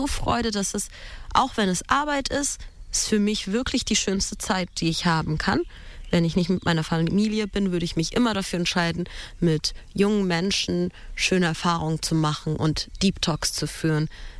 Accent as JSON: {"language": "German", "country": "Ethiopia", "tie": "born or raised there", "moved": "yes", "said": "ich bin aus Äthiopien. Ich bin dort geboren und aufgewachsen"}